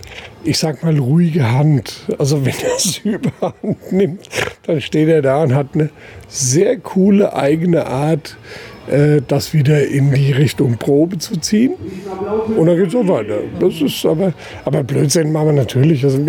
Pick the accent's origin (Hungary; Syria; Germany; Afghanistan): Germany; Sinntal, Hesse; also born or lived in Frankfurt; now in Dietzenbach, Germany; Also ich komme aus Dietzenbach. Mhm. Ich bin aber ursprünglich aus dem Sinntal.